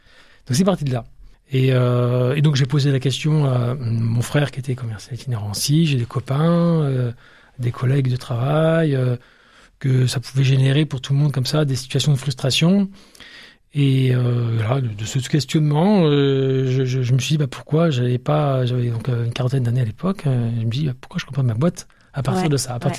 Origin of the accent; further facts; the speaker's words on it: Aix-en-Provence, Provence-Alpes-Côte d'Azur, France; also born or lived in Lille; now in Niort, France; Voilà, je suis né à Lille et mes parents ont déménagé à Aix-en-Provence. Et j'ai fait une partie de mes études à Aix-en-Provence et à Marseille